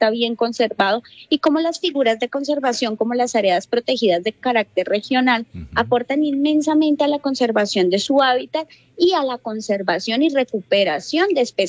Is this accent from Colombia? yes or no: yes; Huila, Colombia; nos debe hacer sentir muy orgullosos como huilenses y como colombianos de estar aportando